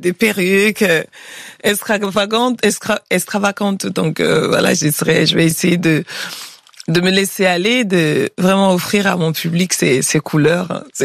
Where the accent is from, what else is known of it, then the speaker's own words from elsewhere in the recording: Mali; c'est des sonorités que j'ai grandi avec au Mali, mais en version traditionnelle.